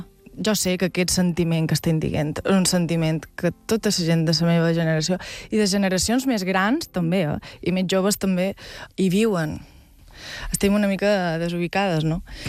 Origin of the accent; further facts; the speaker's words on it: Valldemossa, Balearic Islands, Spain; Sí, som de Vall de Mossa, Vall de Mossa, no sé què, no sé quantes.